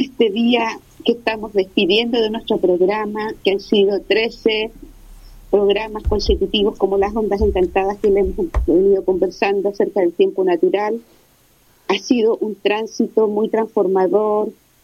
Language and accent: Spanish; San Pedro de la Paz, Biobío, Chile; soy de Concepción, específicamente de San Pedro de la Paz